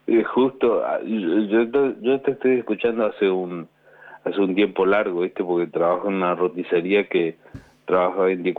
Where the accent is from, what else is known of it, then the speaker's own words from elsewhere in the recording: Formosa, Argentina; Yo soy de Formosa.